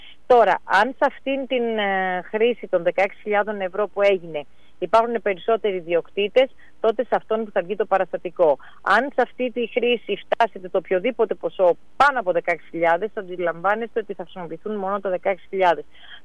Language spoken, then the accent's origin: Greek; Greece; εμείς σαν Έλληνες και φορολογούμενοι